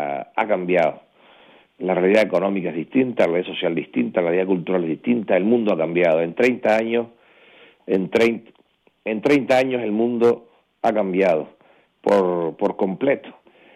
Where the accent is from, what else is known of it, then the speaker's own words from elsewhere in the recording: Canary Islands, Spain; soy de Canarias en el Ayuntamiento de Gran Canaria o soy senador por Gran Canaria, yo no abdico de que mi pasión sigue siendo el archipiélago, ¿no?